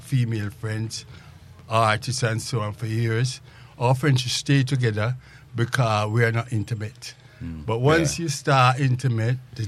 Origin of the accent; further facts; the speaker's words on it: Jamaica; Growing up in Jamaica